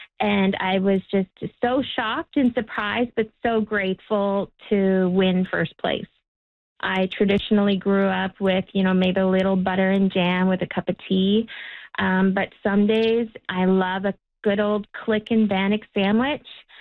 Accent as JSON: {"language": "English", "town": "Fort Simpson", "region": "Northwest Territories", "country": "Canada", "tie": "born or raised there", "said": "was also taught how to make bannock in my culture and language class when I was growing up in Fort Simpson."}